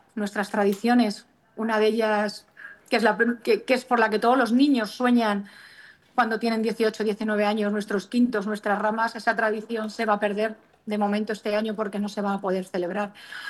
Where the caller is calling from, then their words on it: Navas del Rey, Community of Madrid, Spain; como todos los vecinos de Navas.